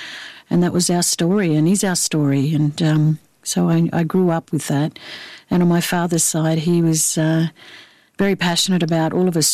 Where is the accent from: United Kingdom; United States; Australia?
Australia; Borroloola, Northern Territory; I grew up in a place called Borroloola, which is 1,000 kilometres southeast of Darwin. And my family are the Yanyuwa Gadawa people there, but we're also very closely linked with the Mara and Gurangi peoples.